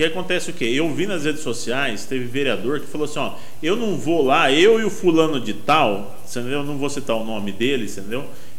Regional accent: Bauru, São Paulo, Brazil; cidadão nascido e criado aqui em Bauru.

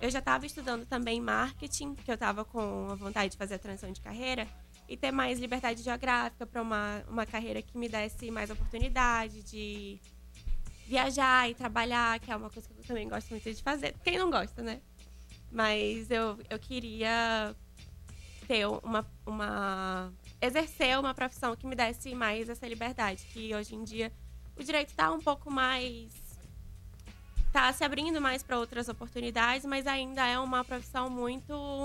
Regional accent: São Luís, Maranhão, Brazil; sou aqui de São Luís.

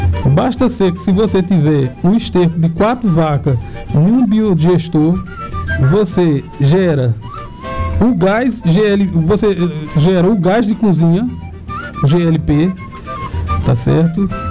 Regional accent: Brazil; somos brasileiros

